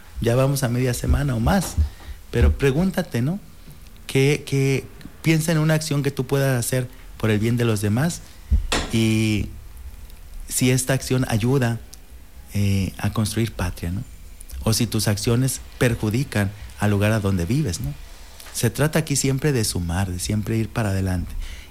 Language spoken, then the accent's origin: Spanish; Mexico; todos los que somos mexicanos